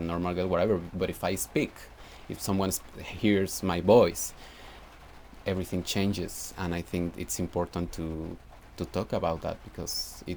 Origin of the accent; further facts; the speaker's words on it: Mexico; first language Spanish; English is a second language; I come from Mexico